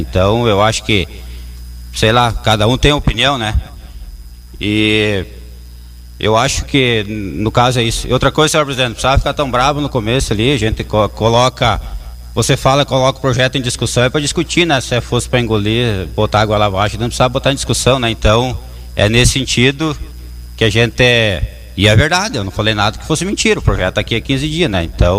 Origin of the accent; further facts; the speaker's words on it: Brazil; eu cresci ali, sou natural da São Cristóvão.